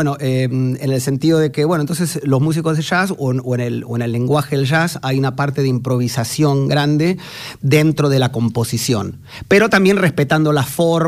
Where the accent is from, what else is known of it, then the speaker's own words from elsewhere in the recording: Buenos Aires, Argentina; moved away as an adult; also born or lived in New York; Buenos Aires, capital.